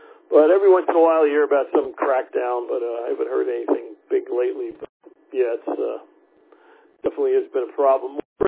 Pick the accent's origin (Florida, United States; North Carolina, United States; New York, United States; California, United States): New York, United States; Long Island; accent: Long Island; moved away; I'm originally from New York area. Well, my accent, Long Island